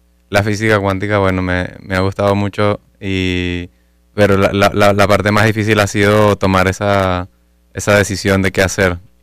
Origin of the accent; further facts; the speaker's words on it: Caracas, Capital District, Venezuela; Yo nací y crecí aquí en Caracas